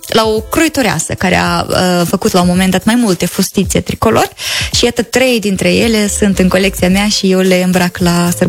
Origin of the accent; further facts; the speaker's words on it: southern Codri, Moldova; zona de sud de codru. De codru mai mult, pentru că eu însă și satul meu este amplasat la o fâșie de pădure de liliac și iată cumva poate și asta m-a influențat. Pentru că eu în copilărie mă duceam să culeg liliac